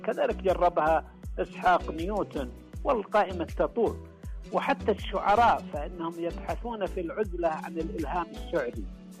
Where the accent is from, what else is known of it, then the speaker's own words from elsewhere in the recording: Marat, Riyadh Province, Saudi Arabia; born there; لمدة 7 سنوات في مزرعة في مسقط رأسي بمحافظة مرات، وما زلت.